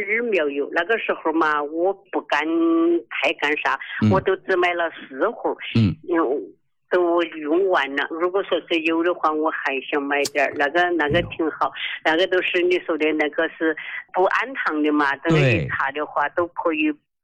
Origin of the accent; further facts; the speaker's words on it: Daqing, Heilongjiang, China; 我是大庆的，